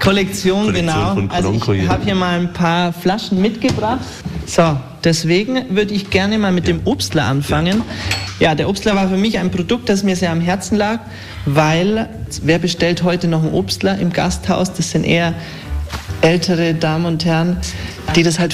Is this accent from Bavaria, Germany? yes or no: yes; Augsburg, Bavaria, Germany; now in Staufen, Germany